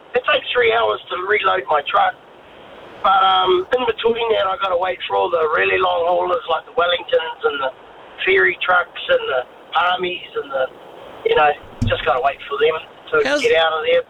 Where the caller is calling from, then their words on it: Whangarei, Northland, New Zealand; No, I come down from Whangarei every night and then get a load and go home again.